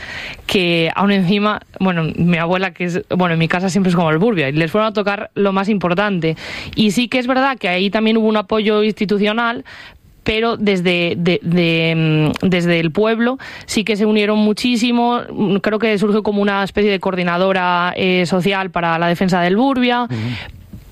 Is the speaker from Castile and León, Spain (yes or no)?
yes; Villafranca del Bierzo, Castile and León, Spain; como soy de Villafranca